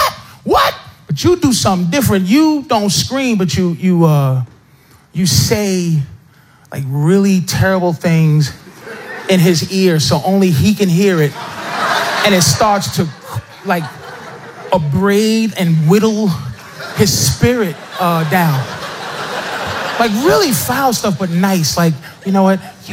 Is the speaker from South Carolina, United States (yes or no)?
no; Boston, Massachusetts, United States; And this is I'm from Boston, man. I got a PhD in white people, man. I grew up around them.